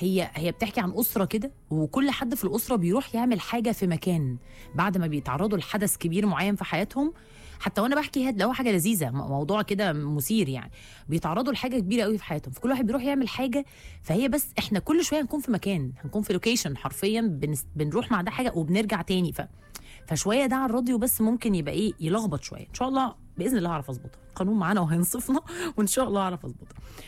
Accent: Egypt; عندنا في مصر

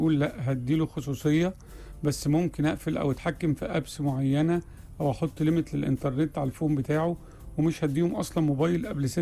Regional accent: Tunisia; السلام عليكم،

